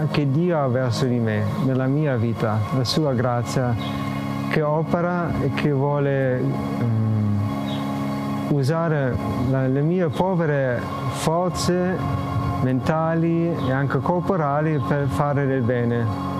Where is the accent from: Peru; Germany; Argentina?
Germany; Italian is a second language; moved away as an adult; now in Italy; All'inizio stavo in Germania e poi il Signore mi conduceva fuori dal mio paese